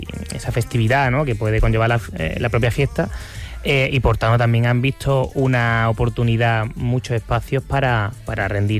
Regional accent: Córdoba, Andalusia, Spain; now in Barcelona, Spain; Y bueno, yo soy del sur, llevo aquí ya casi 9 años.

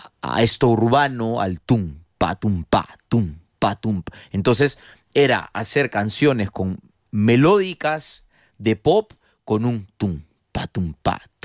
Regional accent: Peru; moved away as an adult; now in Spain; me siento muy orgulloso de ser peruano y adoro mi país

